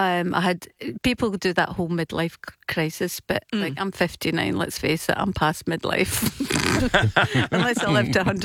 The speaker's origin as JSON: {"language": "English", "region": "Scotland", "country": "United Kingdom"}